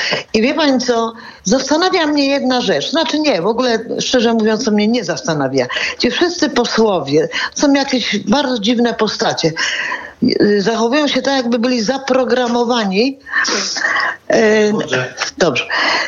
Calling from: Łódź, Łódź Voivodeship, Poland; Ja dzwonię z Łodzi

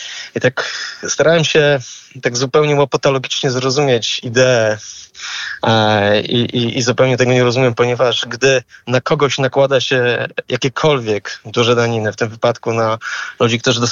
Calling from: Warsaw, Masovian Voivodeship, Poland; z Warszawy

